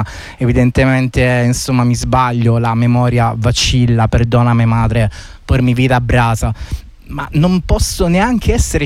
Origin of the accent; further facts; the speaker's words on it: Basilicata, Italy; now in Bologna, Italy; Prendevo un treno da Bologna verso la mia terra primigena, la Basilicata, per incontrare tutti i parenti